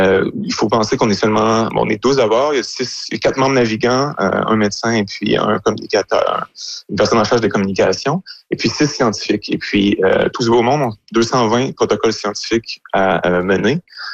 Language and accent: French; Quebec, Canada; Ah oui, mais moi, je viens de l'Abitibi, donc je suis habitué, oui.